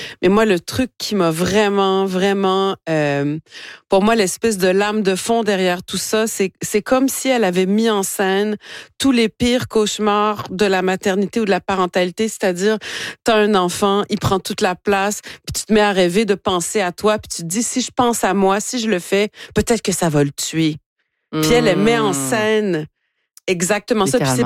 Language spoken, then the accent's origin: French; Chicoutimi, Quebec, Canada; je suis née au Saguenay, à Chicoutimi, j'ai grandi ici, je parle, comme elle, on y reviendra, mais comme elle, je parle pas l'arabe.